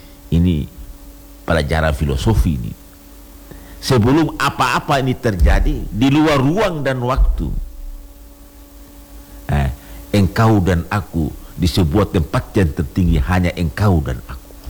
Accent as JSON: {"language": "Indonesian", "town": "Ternate", "region": "North Maluku", "country": "Indonesia", "said": "saya juga sebagai orang Ternate"}